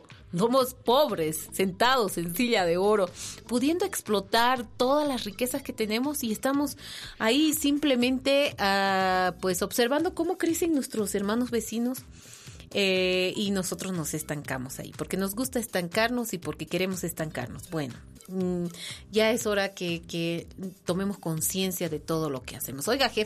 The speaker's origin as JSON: {"language": "Spanish", "country": "Bolivia", "said": "todos somos hermanos bolivianos. Hemos nacido en una patria tan linda."}